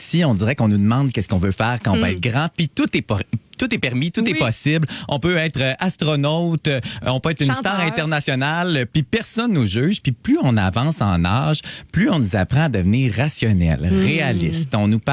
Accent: Lac-Saint-Jean, Quebec, Canada; quand j'étais petit au Lac-Saint-Jean

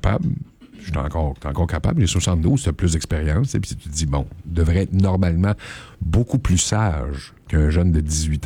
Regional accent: Quebec, Canada; on reste chez nous au Québec. En Montérégie, la ville de Lairie

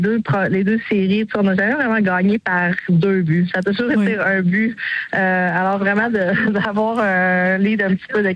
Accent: Quebec, Canada; quand j'ai grandi en Beauce

